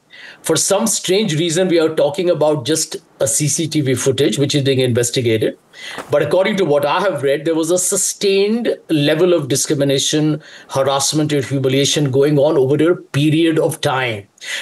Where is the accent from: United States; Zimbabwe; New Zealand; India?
India; Bihar; I come from Bihar. I'm part of the upper caste.